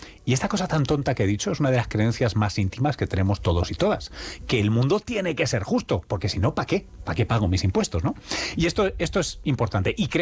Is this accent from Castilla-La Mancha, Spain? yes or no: yes; Tomelloso, Castilla-La Mancha, Spain; El de mi padre, mi familia. … de Tomelloso.